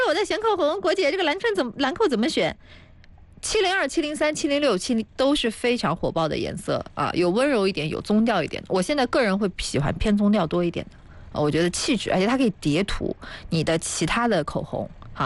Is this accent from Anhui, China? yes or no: yes; Anhui, China; 向世人展示我们安徽人灌蛋的实力